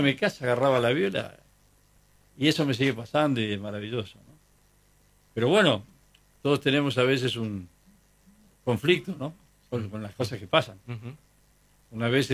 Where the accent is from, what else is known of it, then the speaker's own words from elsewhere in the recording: Monte Grande, Buenos Aires Province, Argentina; also born or lived in Villa Diamante, Lanús; Yo nací en Monte Grande, vivimos en Villa Diamante y había mucha pobreza y a veces se comía del suelo porque no había para comer, ¿no? Y la inundación, el agua nos dio por el pecho, tuvimos que volver a Monte Grande.